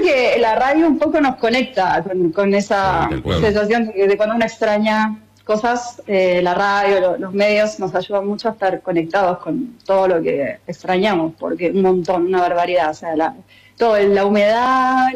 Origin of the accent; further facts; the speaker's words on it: Vicente López, Buenos Aires Province, Argentina; now in Buenos Aires, Argentina; Crecí en Vicente López, ahí hice el colegio.